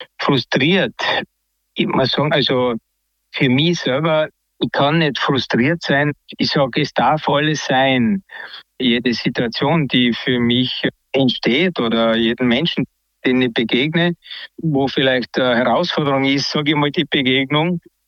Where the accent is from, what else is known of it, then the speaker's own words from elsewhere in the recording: Styria, Austria; born there; now in Klagenfurt, Austria; in Klagenfurt zu Hause, geboren in der Steiermark, nur in Kürze 67 Jahre jung.